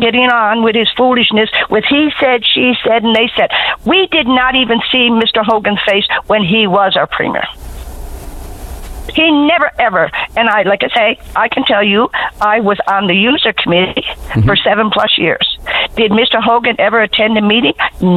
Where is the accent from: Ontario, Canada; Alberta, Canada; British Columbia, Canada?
Alberta, Canada; Fort McMurray; when I came to Belle Island, I came from Fort McMurray, Alberta.